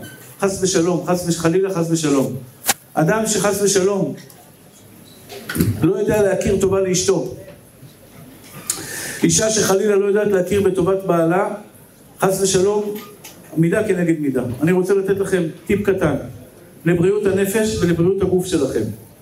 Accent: Tel Aviv, Tel Aviv District, Israel; אני גדלתי בשכונות, חתלתי בשכונת התקווה, בג'בלאות

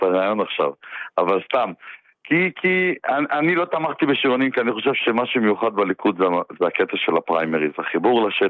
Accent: Northern District, Israel; אני באתי בתור מושבניק מהגליל.

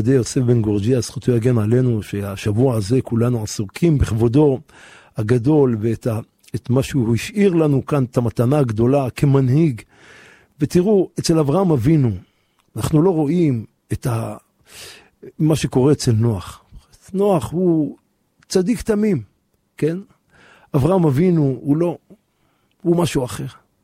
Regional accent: Jerusalem, Jerusalem District, Israel; אני גדלתי בשכונת בוחרים, פה בירושלים, ברוך השם, והצופפתי בצילם של צדיקים.

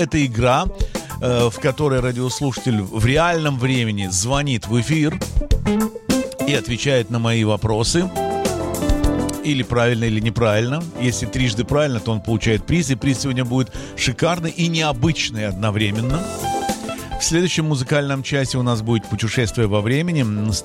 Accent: Ukraine; moved away; Хотя город, в котором я родился и вырос, в Украине, там практически никто не говорил на украинском никогда

